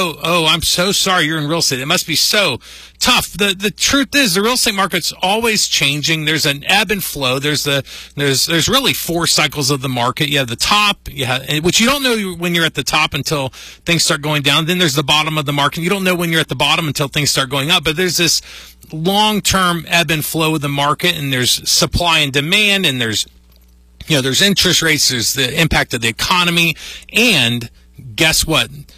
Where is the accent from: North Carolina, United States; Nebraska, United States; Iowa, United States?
North Carolina, United States; Flat Rock; I grew up in Flat Rock